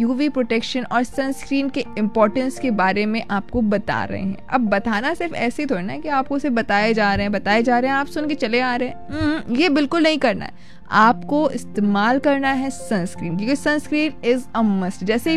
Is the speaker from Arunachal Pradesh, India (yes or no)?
no; Uttar Pradesh, India; हम उत्तर प्रदेश से हैं